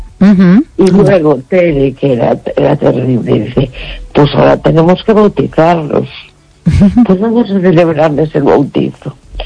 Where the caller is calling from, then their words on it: A Coruña, Galicia, Spain; de la Coruña.